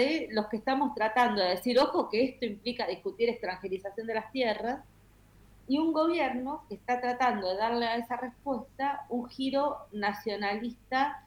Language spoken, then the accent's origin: Spanish; Argentina